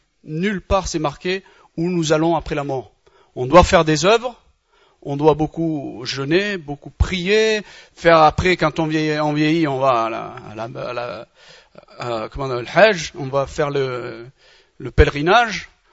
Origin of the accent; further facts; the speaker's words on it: Batna Province, Algeria; Je suis algérien, de mère algérienne et de père algérien, des Aurès, pour ceux qui connaissent, ceux qui sont des... Je suis un berbère, un chaoui, des Aurès là-bas du côté de Betna